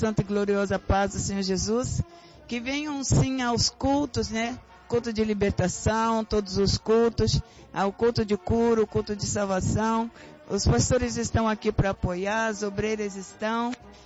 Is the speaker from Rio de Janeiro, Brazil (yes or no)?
yes; Rio de Janeiro, Brazil; Eu vim daqui do Rio de Janeiro mesmo, eu venho de Pilares.